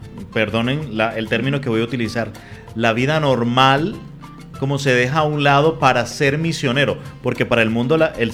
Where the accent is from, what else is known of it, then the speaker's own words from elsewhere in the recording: Venezuela; en Venezuela somos de béisbol